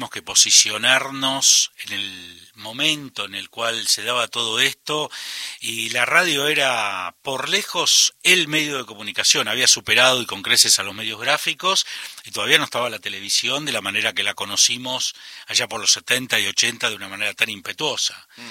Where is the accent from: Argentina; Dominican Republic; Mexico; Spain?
Argentina